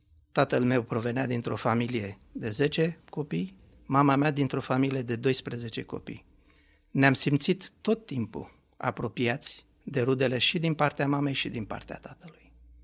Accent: Romania; moved away as an adult; also born or lived in Israel; am plecat cu pământ din România în Israel

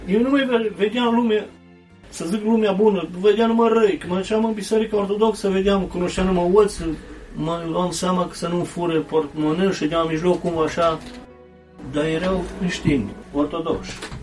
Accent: Kladovo, Eastern Serbia, Serbia; now in Vienna, Austria; familie creștină, ortodoxă. Așa ni se zice, nimeni nu merge la biserică. Vin din Serbia, unde se vorbește românește, Cladova îi zice, vis-a-vis de Turnul Severin.

